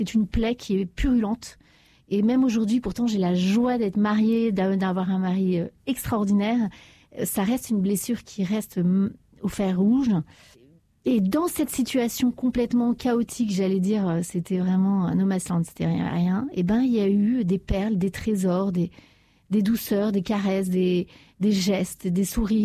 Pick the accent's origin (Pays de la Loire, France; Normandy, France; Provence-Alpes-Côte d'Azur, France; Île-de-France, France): Île-de-France, France; Paris; vous savez, moi je suis parisienne, on râle beaucoup, les gens sont pas sympas parfois dans le métro.